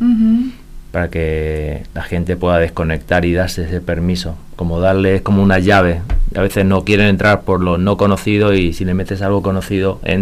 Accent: Posadas, Misiones, Argentina; also born or lived in Barcelona, Spain; Bueno, soy español, nacido en español, pero en España, Barcelona. Pero de pequeño mis padres hicieron una aventura y con 8 años viví 11 años aquí en Posada.

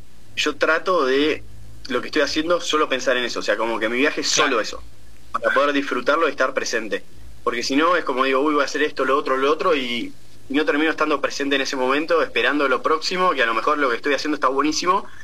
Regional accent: Argentina; somos argentinos y civiles

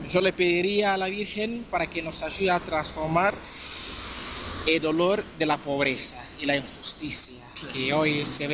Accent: Nigeria; Spanish is a second language; moved away as an adult; now in Argentina; Yo soy de Nigeria, sí.

